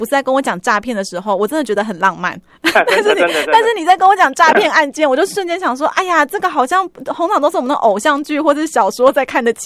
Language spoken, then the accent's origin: Chinese; Taiwan; 我们台湾人